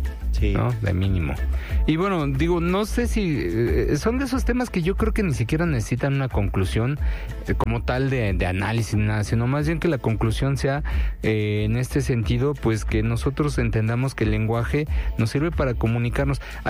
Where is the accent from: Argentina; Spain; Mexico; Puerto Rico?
Mexico; incluso como mexicanos hemos exportado nuestras propias reglas